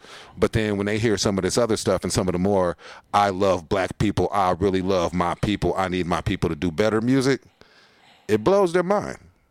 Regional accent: Midwest, United States; I grew up in the Midwest. So I listen to East Coast and West Coast, and you hear when the beef was going on.

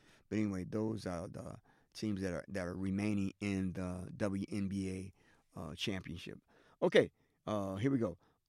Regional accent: New York, United States; now in Milwaukee, United States; I am a New Yorker

